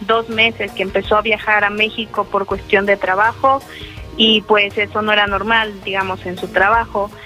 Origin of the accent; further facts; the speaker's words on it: El Salvador; now in Riverside, United States; Yo soy de El Salvador, pero estoy viviendo en California.